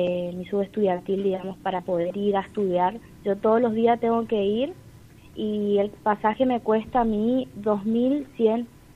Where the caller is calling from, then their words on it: Margarita Belén, Chaco, Argentina; Soy de Campo Rossi Sur, del campo, digamos. Soy del campo Rossi Sur.